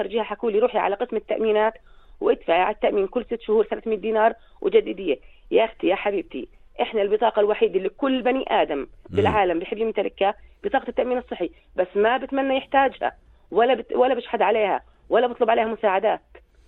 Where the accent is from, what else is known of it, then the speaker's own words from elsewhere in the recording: Jordan; بناشد بصوتي وبصوت الاستاذ عامر وبصوت الاردنيين كلياتهم انه جلال سيدنا ابو حسين يسمعنا، واحنا اولاد البلد، اولاد ابو حسين